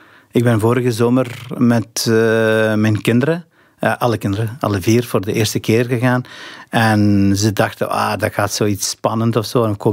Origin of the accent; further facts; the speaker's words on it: Albania; moved away; Dat strookte helemaal niet met de realiteit waar ik ben opgegroeid. Dus het was helemaal een gesloten realiteit. Het noorden van Albanië was ook binnen Albanië zelf de armste regio van het land en eigenlijk ook de armste regio in heel Europa.